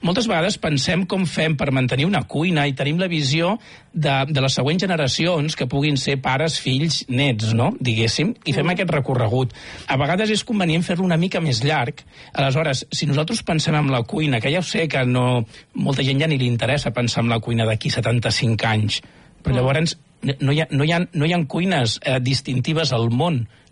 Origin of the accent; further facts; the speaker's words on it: Catalonia, Spain; Jo soc del Baix Llobregat.